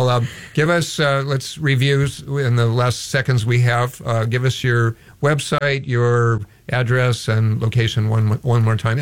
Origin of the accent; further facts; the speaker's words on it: Hawaii, United States; or as we, growing up in Hawaii, we just called it walking barefooted.